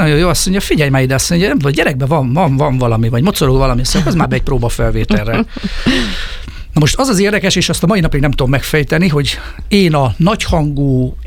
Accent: Budapest, Hungary; also born or lived in Hatvan; 5 éves koromig ott laktunk, és 1981-ben költöztünk föl Budapestre, a Kőbányára, az Újhegyi lakótelepre

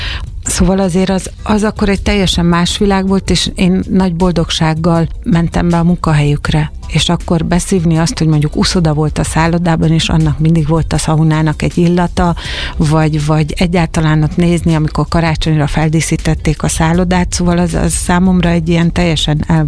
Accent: Hungary; én vidéki lány vagyok, és abban a korban születtem, meg voltam vidéki lány

